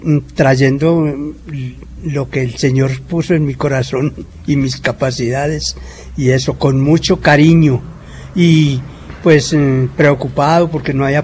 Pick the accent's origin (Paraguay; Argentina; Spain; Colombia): Colombia; Chigorodó, Antioquia; born or raised there; accent: Antioquian; moved away; also born or lived in Cajamarca, Tolima